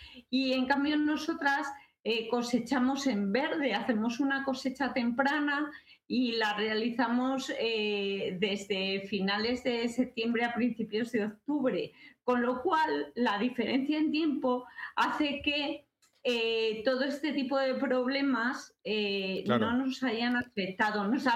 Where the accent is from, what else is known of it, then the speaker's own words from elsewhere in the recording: Guadalajara, Castilla-La Mancha, Spain; porque nosotras somos de Guadalajara y somos de Castilla